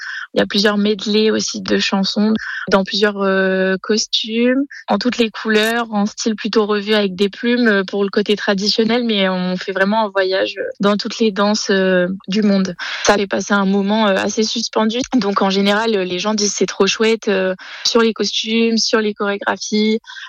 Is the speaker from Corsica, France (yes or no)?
no; Auvergne-Rhône-Alpes, France; je me retrouve cette année, du coup, chez moi, au Bongo.